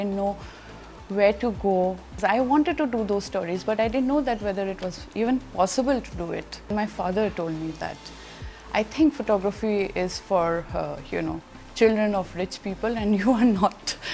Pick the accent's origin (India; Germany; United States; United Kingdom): India; English is a second language; there is an outsider, because obviously I'm an outsider, even if I'm an Indian, you know.